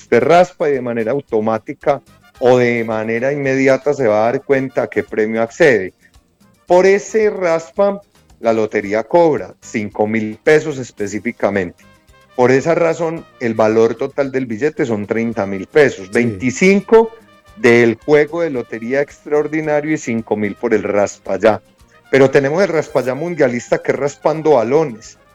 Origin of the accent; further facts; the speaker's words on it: El Carmen de Viboral, Antioquia, Colombia; Yo soy del Carmen de Viboral, un municipio maravilloso.